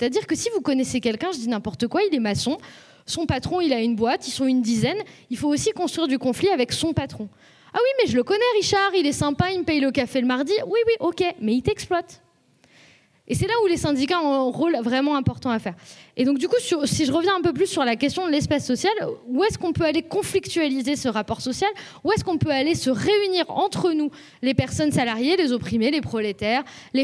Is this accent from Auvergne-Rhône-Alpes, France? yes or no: yes; Lyon, Auvergne-Rhône-Alpes, France; now in Toulouse, France